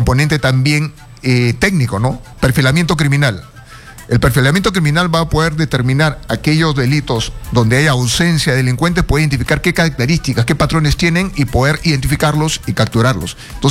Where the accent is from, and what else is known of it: Peru